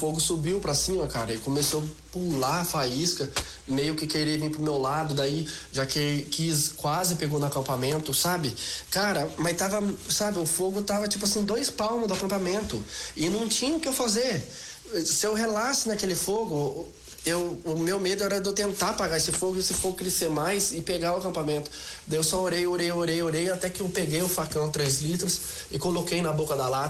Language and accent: Portuguese; Paraná, Brazil; born there; Eu tenho um amor pelo Paraná, pelo chão do Paraná. Nasci no Paraná